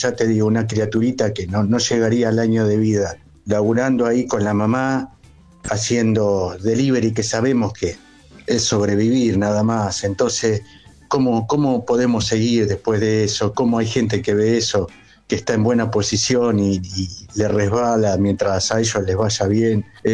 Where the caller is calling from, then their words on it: La Matanza, Buenos Aires Province, Argentina; de La Matanza.